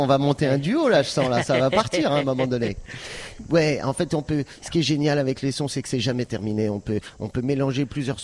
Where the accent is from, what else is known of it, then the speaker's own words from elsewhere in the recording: Lyon, Auvergne-Rhône-Alpes, France; Moi, je viens de Lyon.